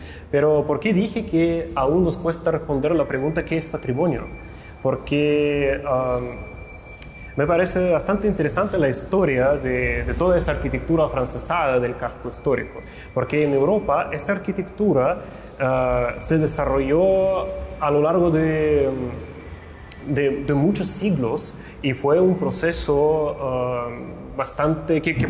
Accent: Chile

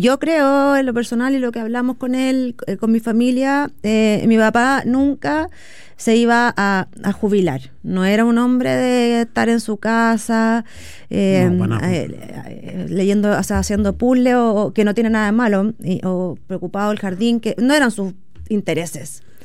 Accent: Chile

